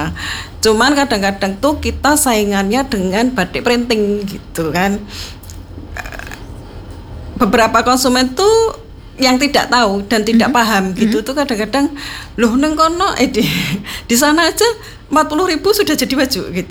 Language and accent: Indonesian; Java, Indonesia; Kalau kita Jawa kan kita tahu ya, kita ceritanya seperti apa gitu.